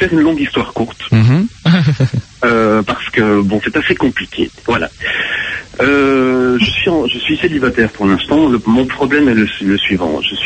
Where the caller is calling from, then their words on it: Belgium; Je viens de la Belgique.